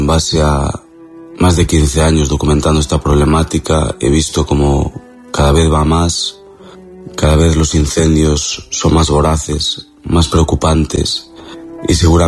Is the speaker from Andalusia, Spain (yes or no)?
no; Galicia, Spain; fotoperiodista, y llevo trabajando más de 15 años, sobre todo en mi tierra, en Galicia.